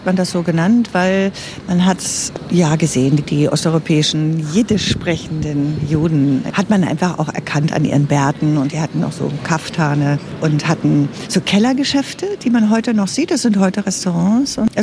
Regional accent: East Germany, Germany; wir sind selber beide ja Ostdeutsche und haben damit gelebt.

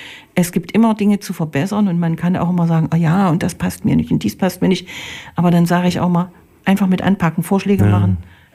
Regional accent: Germany; ich bin in der DDR groß geworden und ich weiß, dass es gar nicht so viel braucht, um glücklich zu sein.

